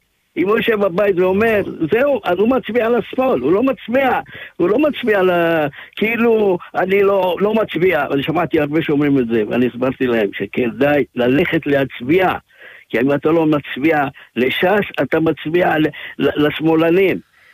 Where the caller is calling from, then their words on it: Ofakim, Southern District, Israel; אני אגיד באופקים